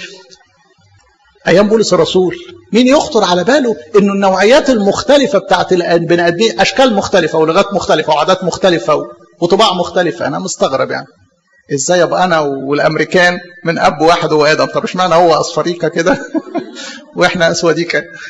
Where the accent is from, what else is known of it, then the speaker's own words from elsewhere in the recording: Egypt; المفروض ان احنا بالايمان نشعر انه عناية الله ترى ان انا اتولد مصري واتولد في الوقت المعين دوت واعيش في المكان المعين